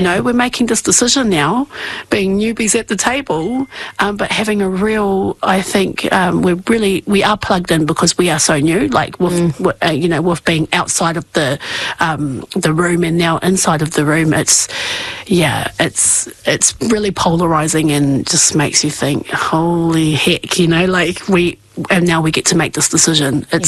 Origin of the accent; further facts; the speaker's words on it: Masterton, Wellington, New Zealand; You know, born and bred in Masterton, you know, Masterton is our town.